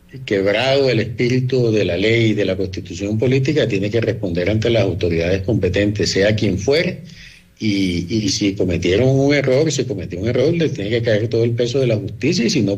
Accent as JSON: {"language": "Spanish", "town": "Santa Marta", "region": "Magdalena", "country": "Colombia", "tie": "born or raised there", "moved": "yes", "lives_now": "Bogotá, Colombia", "said": "Más samario que el morro, como decimos allá los samarios, en la ciudad de Santa Marta."}